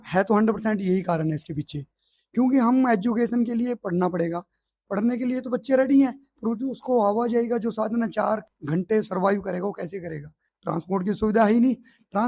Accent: Mohali district, Punjab, India; और मैं गांव Rajapur post office Kellen district Mohali तहसील डेराबसी से रहने वाला हूँ।

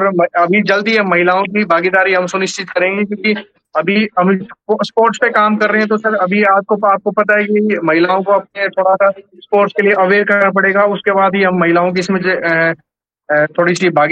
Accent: Neerpur, Haryana, India; also born or lived in Gurgaon; मेरा गांव सिर्फ 600 वोटों का है

